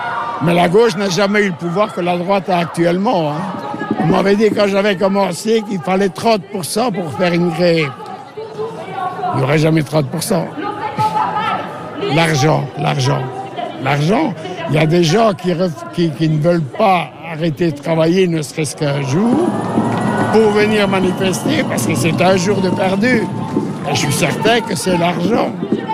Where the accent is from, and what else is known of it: Spain; now in Belgium